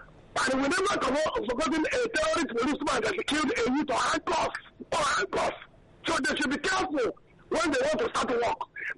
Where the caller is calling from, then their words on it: Koboko, Northern Region, Uganda; Yes, Professor. Yes, my Koboko.